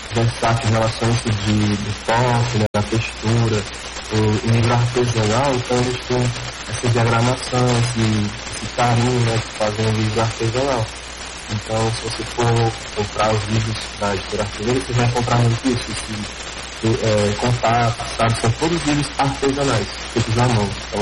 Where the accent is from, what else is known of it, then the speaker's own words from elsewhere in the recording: Fortaleza, Ceará, Brazil; Eu sou de Fortaleza, Ceará, nasci aqui, criado aqui, ainda resido aqui. Por eu ter morado e vivido aqui, as coisas foram difíceis